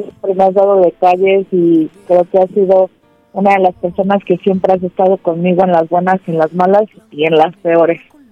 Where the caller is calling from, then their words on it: Zacualtipán, Hidalgo, Mexico; En el estado de Hidalgo, estoy hablando de Zacualtipán.